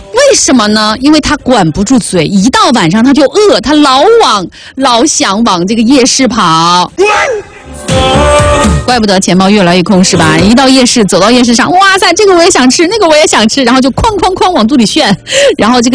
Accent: Sichuan, China; 因为我们四川人大家知道，我们四川的很流行啥子

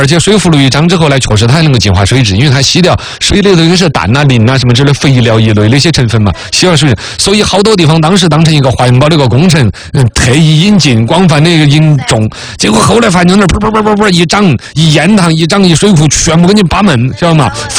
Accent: China

